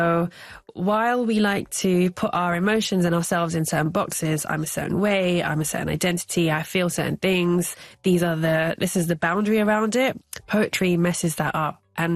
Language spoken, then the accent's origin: English; London, United Kingdom; I grew up, you know, as a Londoner, certainly from school, it's not the cool thing, is it, to love nature and birds.